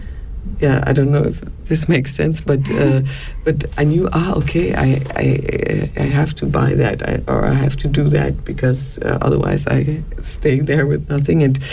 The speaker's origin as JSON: {"language": "English", "region": "Berlin", "country": "Germany", "lives_now": "Solothurn, Switzerland", "said": "It was funny because always when I said I'm from Berlin, the people were like, \"What, from Berlin to Solothurn? Are you crazy? Everyone is going to Berlin from Solothurn.\""}